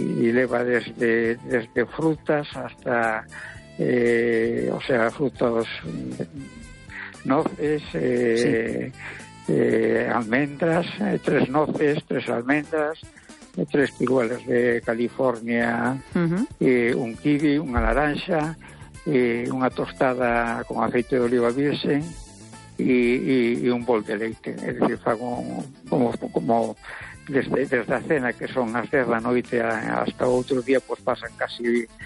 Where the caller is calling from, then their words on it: A Coruña, Galicia, Spain; Hola, buenas noches, Esther. … de Coruña.